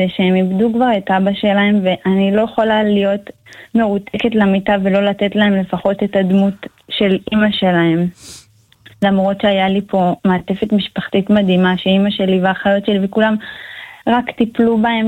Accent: Ofakim, Southern District, Israel; אנחנו מאופקים

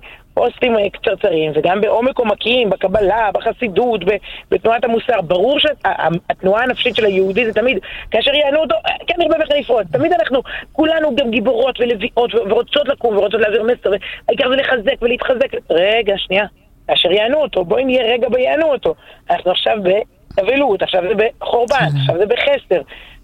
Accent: Herzliya, Tel Aviv District, Israel; מאז שחזרתי בתשובה, זה משפט קצת קשה, שהילדות שלי כילדה חילונית בהרצליה, לפני 30 ומשהו שנה

